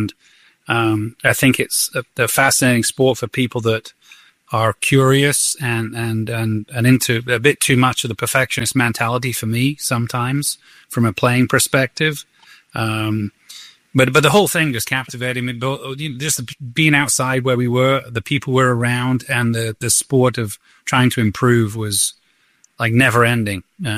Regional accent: the north of England, United Kingdom; I'm from Northern England

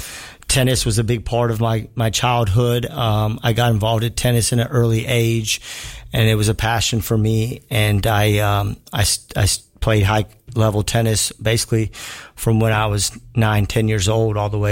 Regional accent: Aiken, South Carolina, United States; And so I grew up in Aiken, born and raised. Wonderful community. I've really enjoyed, you know, being in Aiken most of my life

